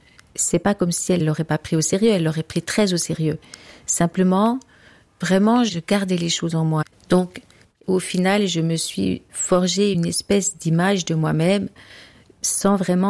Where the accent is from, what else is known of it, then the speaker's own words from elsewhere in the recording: Burkina Faso; Moi, je suis née au Burkina Faso, de parents missionnaires, et c'était très bien comme ça. Ils m'ont donné beaucoup d'amour, d'affection. J'ai été dans une école là-bas.